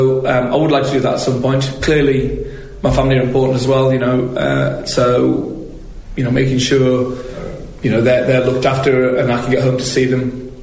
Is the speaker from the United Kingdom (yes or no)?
yes; Yorkshire and the Humber, United Kingdom; moved away as an adult; now in Dublin, Ireland; I'm from Yorkshire